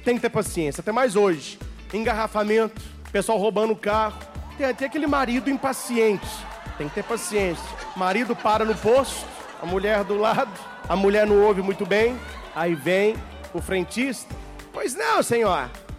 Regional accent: São Paulo, Brazil; Ah, eu não sou de lá. Eu sou de São Paulo. Eu comprei esse carro de lá.

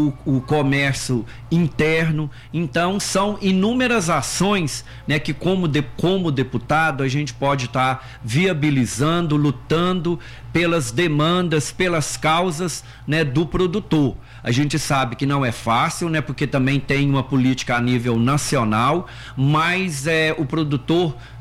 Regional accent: Pompéu, Minas Gerais, Brazil; Eu sou aqui de Pompéu

